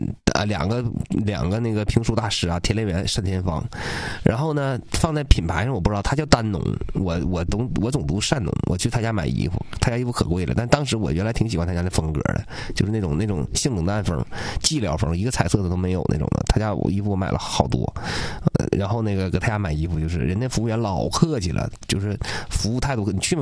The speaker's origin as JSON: {"language": "Chinese", "town": "Changchun", "region": "Jilin", "country": "China", "said": "我作为长春人"}